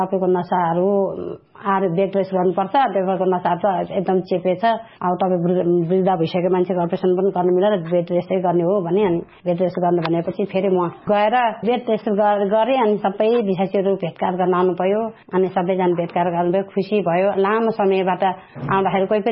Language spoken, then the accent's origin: Nepali; Kathmandu, Bagmati, Nepal; moved away; मेरो घर चाहिँ कोटेश्वर हो। अहिले चाहिँ कोटेश्वरबाट म सानो गाउँ सरेको छु, त्यो नयाँ घरमा, अनि त्यहाँ सानो गाउँमा बस्छु।